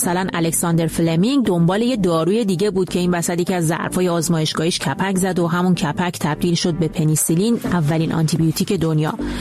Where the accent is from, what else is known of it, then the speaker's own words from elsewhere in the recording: Iran; بله ما ایرانی ها یه هدیه فرهنگی به کل دنیا دادیم